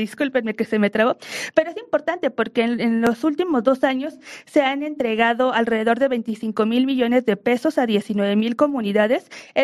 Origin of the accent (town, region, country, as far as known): Mexico